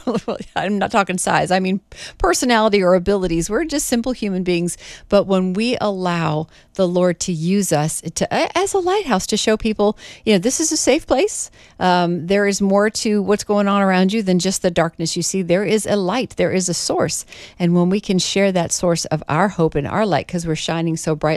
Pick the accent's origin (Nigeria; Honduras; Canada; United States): United States; Massachusetts; Growing up in Massachusetts, there were a lot of lighthouses there.